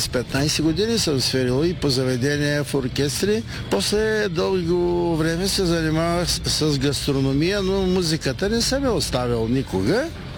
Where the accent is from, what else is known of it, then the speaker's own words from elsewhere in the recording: Razgrad, Razgrad Province, Bulgaria; съм от Разград.